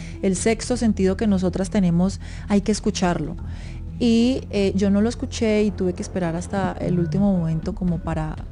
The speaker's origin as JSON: {"language": "Spanish", "town": "Ibagué", "region": "Tolima", "country": "Colombia", "said": "pero se crió en Ibagué, de donde yo soy, es mi tierra."}